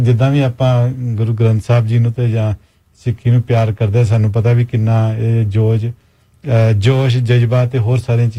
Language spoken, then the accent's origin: Punjabi; Amritsar, Punjab, India; ਮੈਂ ਕਿਉਂਕਿ ਅੰਮ੍ਰਿਤਸਰ ਤੋਂ ਹਾਂ ਜਿਹੜਾ ਸਾਡਾ ਬਚਪਨ ਤੋਂ ਲੈ ਕੇ ਸਾਰਾ ਸਮਾਂ ਜਿਹੜਾ ਨਾ ਉੱਥੇ ਬੀਤਿਆ